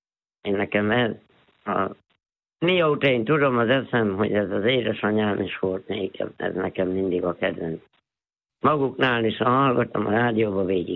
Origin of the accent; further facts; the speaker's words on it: Újfehértó, Szabolcs-Szatmár-Bereg, Hungary; born there; 9 kilométer messziről Újfehértó mellett az Erdődi tanyán laktunk egy tanyán ott is, hát én ott születtem a szalmakadal tövébe, úgyhogy az Pokrózba hordott engem Újfehértóra a hátán.